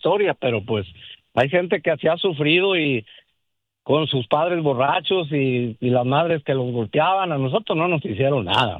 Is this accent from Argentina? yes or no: no; Monterrey, Nuevo León, Mexico; also born or lived in Durango; now in Las Vegas, United States; nosotros nos criamos en Monterrey, Nuevo León. No soy de Monterrey, soy de Durango, pero nos criamos en Monterrey en los 60. Yo ya tengo 70 años.